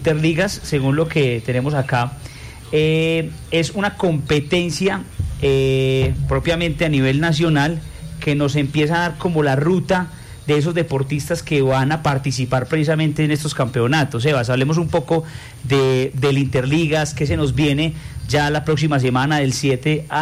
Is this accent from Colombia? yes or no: yes; El Santuario, Antioquia, Colombia; Yo vengo de otro municipio, yo soy del municipio del Santuario